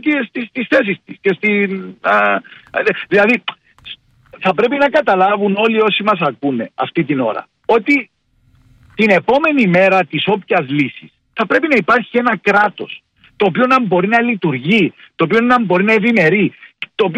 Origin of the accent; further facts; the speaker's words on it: Cyprus; Είμαι από τους Κύπριους που μόνο ευγνωμοσύνη νιώθει για την Ελλάδα. Έχω σπουδάσει στην Ελλάδα